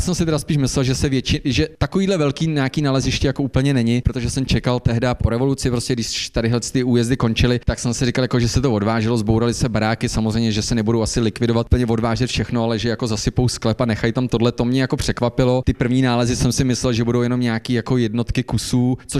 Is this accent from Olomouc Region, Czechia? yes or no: no; Železná Ruda, Plzeň Region, Czechia; vlastně doteďka byly v HKO, v okolo Železnorucka, odkud pocházím